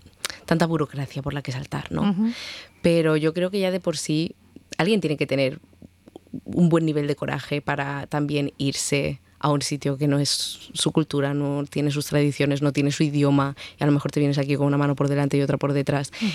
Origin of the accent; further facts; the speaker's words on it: Spain; moved away; Yo, al fin y al cabo, también soy española y tengo muchas más facilidades para vivir aquí.